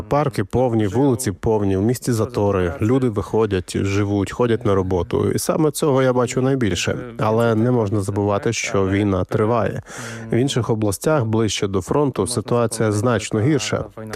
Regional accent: Poland; Ukrainian is a second language; коли я розмовляю з ними українською і лише через деякий час згадую, що я з Польщі

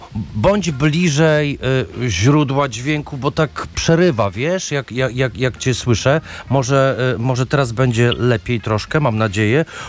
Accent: Podlaskie Voivodeship, Poland; my z Filipem pochodzimy z Podlasia. Blisko granicy.

